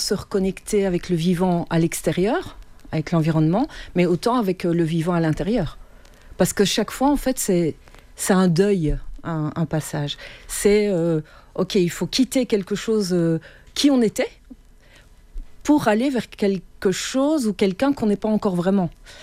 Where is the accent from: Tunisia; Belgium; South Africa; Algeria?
Belgium; moved away as an adult; now in Haute-Vallée de l'Aude, France; je suis belge. Donc je débarque dans la Haute-Vallée de l'Aude avec grand plaisir. J'ai grandi dans une pâtisserie-boulangerie